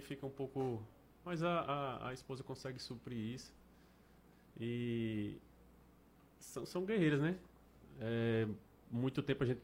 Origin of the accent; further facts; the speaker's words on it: Maceió, Alagoas, Brazil; Na verdade, o Nordeste todo é tudo parecido. Eu, como sou de Maceió, então... Não muda muita coisa, né?